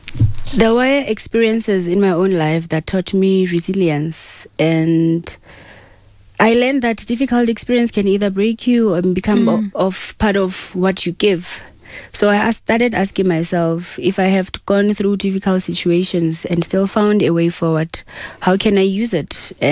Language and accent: English; Bloemfontein, Free State, South Africa; I'm actually from Bloemfontein, meaning I'm from Free State. Mpumalanga, I was just passing by and I fell in love with the place.